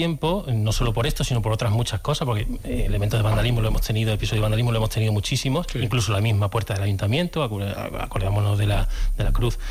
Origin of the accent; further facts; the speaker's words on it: San Fernando, Andalusia, Spain; born there; now in Seville, Spain; No, nací en San Fernando.